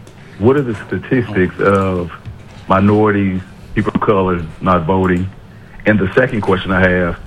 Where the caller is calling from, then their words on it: Little Rock, Arkansas, United States